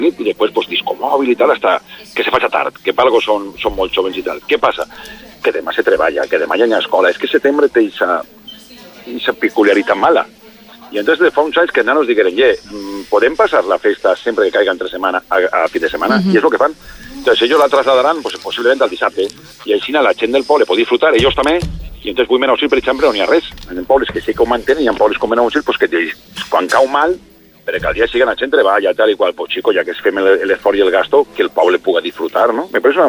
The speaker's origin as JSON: {"language": "Catalan", "town": "Benaguasil", "region": "Valencian Community", "country": "Spain", "tie": "born or raised there", "said": "vaig al meu poble, que són festes, i m'entra una sensació molt rara, perquè quan tu vas per la carretera per l'OV35 i te'n vas per i tal, i baixes, veus Benaguasil al fondo"}